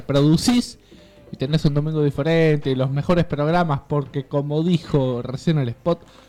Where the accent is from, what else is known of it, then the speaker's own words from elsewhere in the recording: Argentina; somos argentinos, loco.